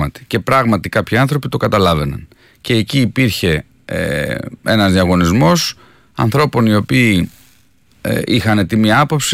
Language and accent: Greek; Western Greece, Greece; την ιδιαίτερη πατρίδα μου, την εκλογική μου περιφέρεια, την Τολοκαρνανία